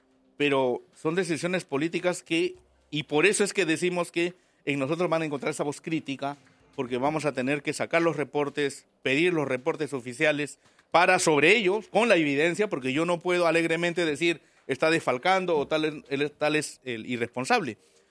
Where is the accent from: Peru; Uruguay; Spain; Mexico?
Peru; me da cólera a mí como peruano